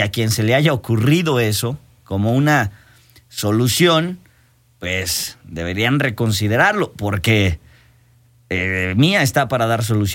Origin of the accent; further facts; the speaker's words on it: Mexico; Somos mexicanos, podemos todo.